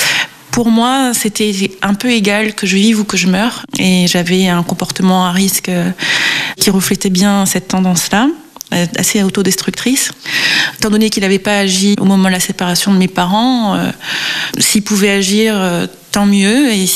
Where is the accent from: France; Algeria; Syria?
France; Réunion; born or raised there; also born or lived in Marseille / Valenciennes / French Guiana